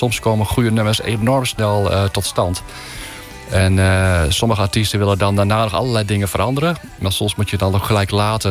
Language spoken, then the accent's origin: Dutch; Netherlands; Wij willen als Nederlanders weten wat er populair is en waar het staat.